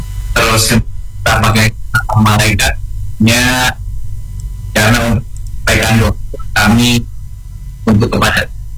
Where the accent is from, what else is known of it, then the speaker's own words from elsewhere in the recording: Pati, Central Java, Indonesia; Saya dari Pati.